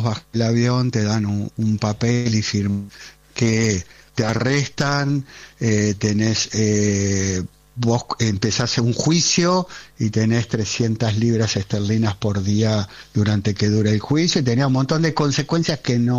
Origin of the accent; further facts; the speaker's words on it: Argentina; Somos argentinos.